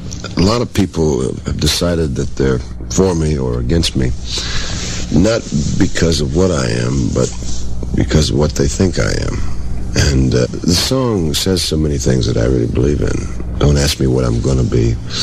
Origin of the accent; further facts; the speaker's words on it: Florida, United States; also born or lived in Georgia, United States; I was born in Georgia, raised in Florida. And I really and truly love country music.